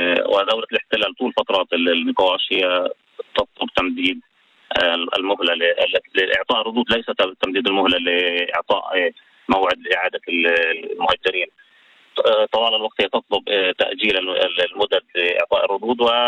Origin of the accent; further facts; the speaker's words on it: Palestine; نحن كمجتمع فلسطيني بشكل عام